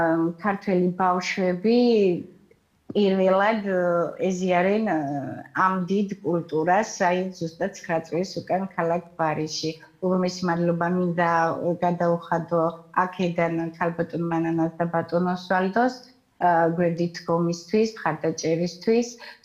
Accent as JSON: {"language": "Georgian", "region": "Guria", "country": "Georgia", "moved": "yes", "lives_now": "Paris, France", "said": "ჩვენ გურულები ვართ"}